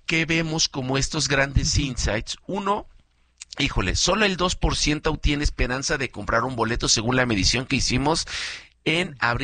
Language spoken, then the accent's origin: Spanish; Mexico; el orgullo que es muy positivo de ser sede como mexicanos